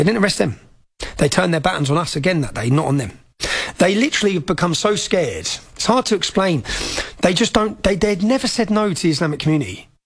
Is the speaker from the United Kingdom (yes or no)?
yes; Luton, East of England, United Kingdom; I knew what would happen, because I'm from Luton.